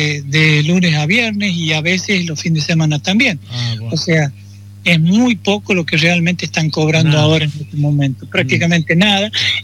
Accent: La Rioja, Argentina; como riojano que soy, porque soy riojano

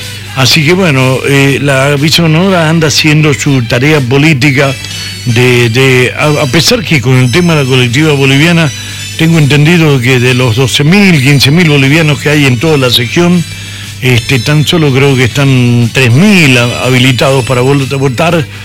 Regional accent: Argentina; somos los argentinos

